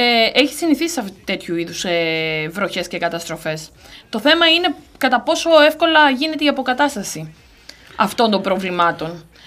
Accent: Kavala, Eastern Macedonia and Thrace, Greece; moved away; στην πόλη μου την Καβάλα

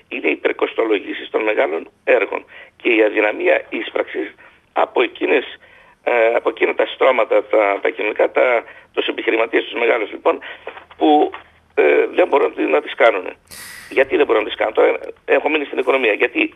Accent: Epirus, Greece; Είμαι από την Ήπειρο

